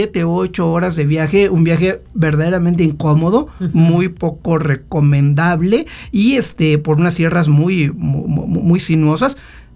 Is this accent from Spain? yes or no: no; Ciudad Valles, San Luis Potosí, Mexico; born there; semanas antes de que yo naciera, mi mamá se fuera para Valles, y mi hermana nació en México, y yo nací en Valles, así, con una diferencia de un año, uno y otro. Así que, pues sí, sí me pueden decir potosino legalmente.